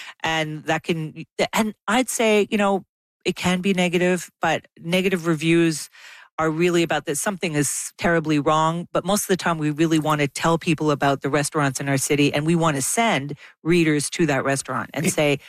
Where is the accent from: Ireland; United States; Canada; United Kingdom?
Canada; Montreal, Quebec; born or raised there